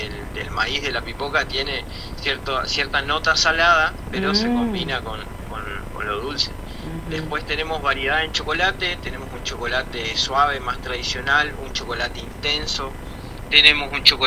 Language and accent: Spanish; Oberá, Misiones, Argentina; somos obereños, uh-huh. nacidos y criados en Verá.